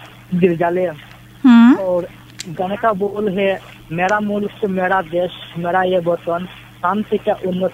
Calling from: Badarpur, Assam, India; और मेरा गांव का नाम है बद्रीपाद डिस्ट्रिक्ट आसाम से.

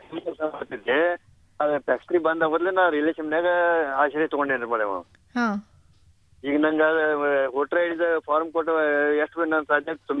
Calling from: Dharwad, Karnataka, India; ನಮ್ದು ಧಾರವಾಡ ನೆಹರು ನಗರ್ ರೀ.

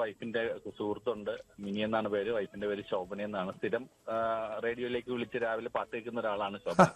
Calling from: Cherthala, Kerala, India; ഞാൻ ചേർത്തലയിൽ നിന്നാണ്.

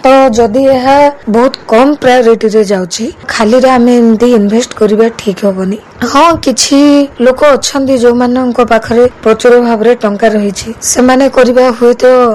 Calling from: Jeypore, Odisha, India; ମୁଁ ଜୟପୁରର ଏକ ବାସିନ୍ଦା।

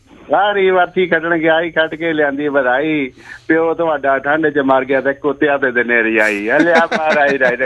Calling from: Kandole, Punjab, India; ਬਾਤ ਕਰ ਰਿਹਾ ਜੀ।

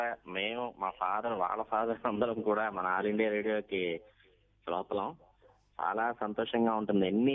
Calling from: Visakhapatnam, Andhra Pradesh, India; నేను దొండపర్తి నుంచి మాట్లాడుతున్నానండి.

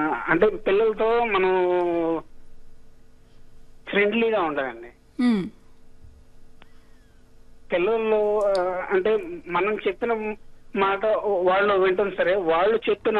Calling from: Guntur, Andhra Pradesh, India

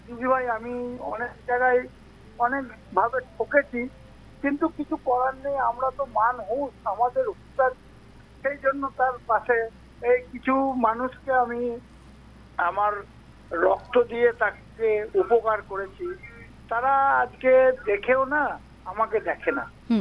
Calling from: Budbud, West Bengal, India; আমি পশ্চিমবঙ্গের পূর্ব বর্ধমান জেলার বুধবুদ থেকে … দিদি ভাই।

